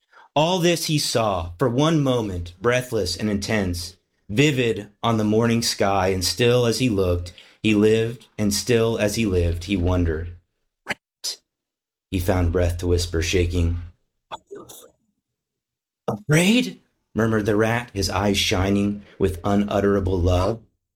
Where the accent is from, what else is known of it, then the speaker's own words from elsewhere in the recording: Kansas, United States; I grew up in Kansas and we had a lot of storms coming through